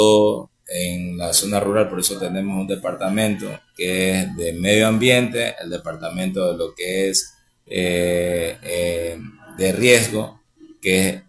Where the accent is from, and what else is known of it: Esmeraldas, Ecuador